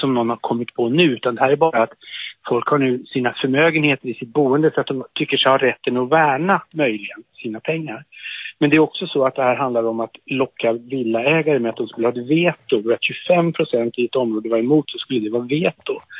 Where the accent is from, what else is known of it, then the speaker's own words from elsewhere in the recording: Stockholm, Stockholm County, Sweden; bodde i hyreshus eller bostadsrätt eller villa eller radhus i Högdalen där jag växte upp.